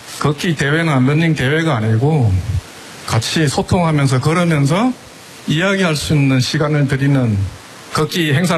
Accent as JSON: {"language": "Korean", "town": "Mungyeong", "region": "North Gyeongsang", "country": "South Korea", "tie": "born or raised there", "said": "그리고 사실 제가 여기 문경에서 태어난 제 고향이기도 합니다."}